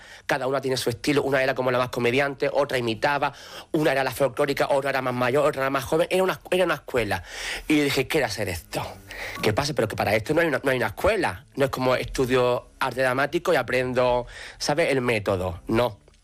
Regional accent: Alcalá de los Gazules, Andalusia, Spain; yo vivía entonces aún en mi pueblo, en Alcalá de los Gazules.

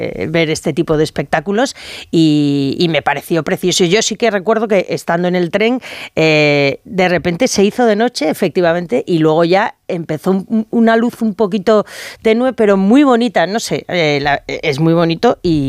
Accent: Peralta, Navarre, Spain; en mi pueblo, en Peralta

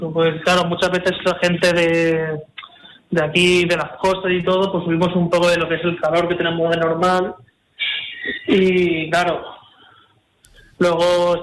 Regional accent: Elda, Valencian Community, Spain; now in Beamud, Spain; yo soy de Elda, de una ciudad de Alicante, y venía de vez en cuando aquí a Beamuth, pero sí, soy yo de aquí de... Soy de Alicante.

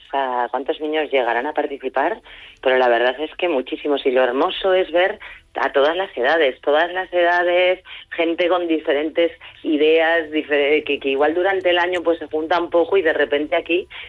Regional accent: La Rioja, Spain

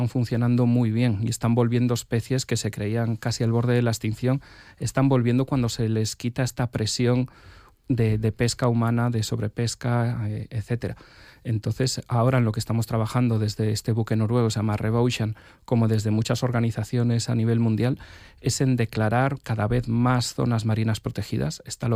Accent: Lugo, Galicia, Spain; moved away as an adult; Yo me crié en Lugo, estudié aquí

